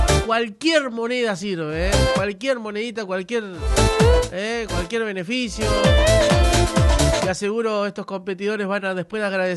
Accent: Tacuarembó, Uruguay; para representarnos como tacuarembuenses, uruguayos también.

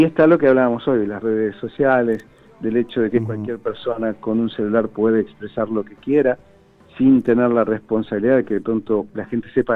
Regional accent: Uruguay; also born or lived in Paraguay; Siempre hablábamos como uruguayos

